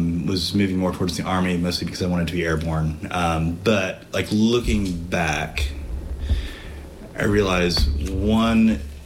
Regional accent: England, United Kingdom; born there; also born or lived in Virginia, United States / Louisiana, United States / Illinois, United States / Nebraska, United States; And I was born in England, then lived in Virginia, then Louisiana, Illinois, Nebraska, back to Virginia, back to Nebraska.

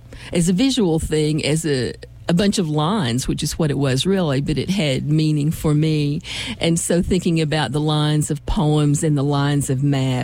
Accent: Kentucky, United States; I'm from southeastern Kentucky, where my family has been living for a really long time, and where I live now in Clay County.

